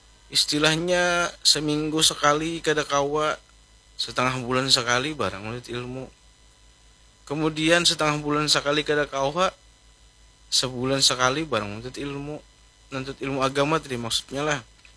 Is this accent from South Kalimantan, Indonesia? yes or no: yes; Banjarmasin, South Kalimantan, Indonesia; kita sebagai warga Banjarmasin, sebagai umat Islam